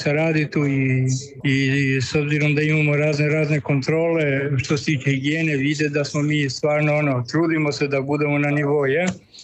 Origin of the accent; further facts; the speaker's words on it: Croatia; now in Germany; kod nas na Jadranu, u Hrvatskoj na more